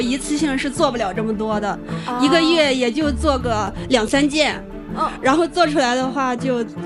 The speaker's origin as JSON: {"language": "Chinese", "town": "Dezhou", "region": "Shandong", "country": "China", "said": "我是山东德州的。"}